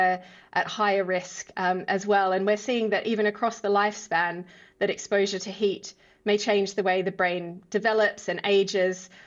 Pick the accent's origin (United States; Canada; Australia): Australia; Adelaide, South Australia; moved away; I'm from Adelaide in Australia. There has always been extreme heat there, so I grew up with it, but it is getting worse there, like everywhere.